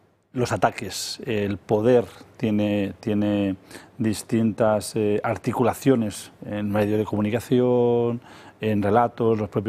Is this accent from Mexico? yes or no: no; Spain; como los españoles amamos nuestro país.